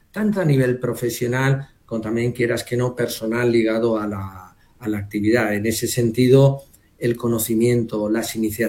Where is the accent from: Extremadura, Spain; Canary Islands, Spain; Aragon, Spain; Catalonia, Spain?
Aragon, Spain; also born or lived in Huesca; now in Zaragoza, Spain; desde pequeño, como un aragonés de un pueblo pequeñito